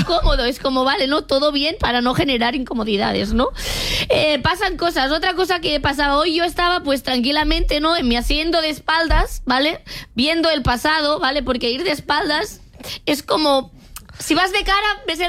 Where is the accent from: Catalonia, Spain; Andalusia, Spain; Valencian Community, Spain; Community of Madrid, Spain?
Catalonia, Spain; como persona catalana esto me